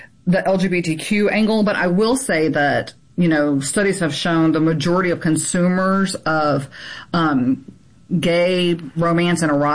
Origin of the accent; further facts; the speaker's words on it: Louisiana, United States; I came from an extremely open background, which is really odd considering I'm from Deep South Louisiana